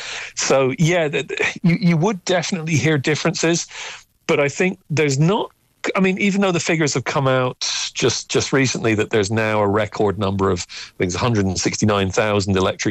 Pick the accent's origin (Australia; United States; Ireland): Ireland; Munster; this is kind of pointing out how old I am, but growing up in West Cork as a kid